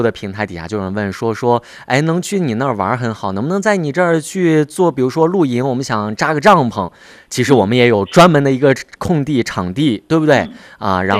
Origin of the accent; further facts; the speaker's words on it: Hubei, China; now in Xinjiang, China; 其实我老家也是江外的，是湖北的